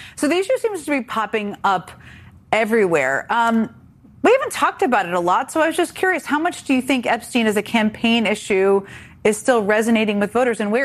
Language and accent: English; Virginia, United States; The turnout in my home state of Virginia is nearly double what it was just 4 years ago.